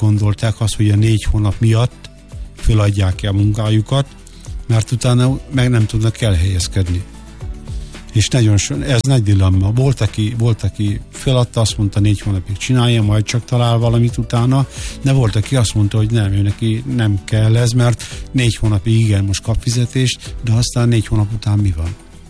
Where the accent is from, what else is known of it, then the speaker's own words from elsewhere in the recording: Törökszentmiklós, Jász-Nagykun-Szolnok, Hungary; born there; Törökszent Miklóson születtem